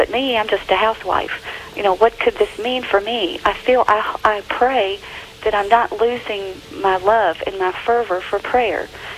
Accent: Louisville, Kentucky, United States; I'm from Louisville, Kentucky.

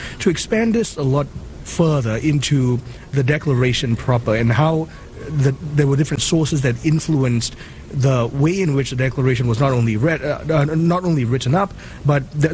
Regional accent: Kuala Lumpur, Malaysia; I grew up in Kuala Lumpur, Malaysia.

